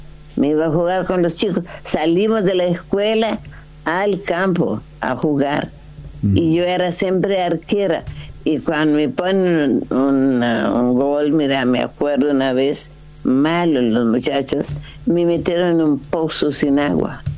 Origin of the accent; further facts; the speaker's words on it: Cape Verde; now in Argentina; Cabo Verde es mi tierra, Argentina es mi tierra, los chicos caboverdianos son míos